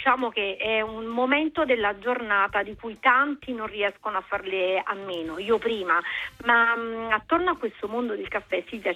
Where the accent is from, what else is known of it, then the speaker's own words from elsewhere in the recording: Naples, Campania, Italy; Io sono napoletana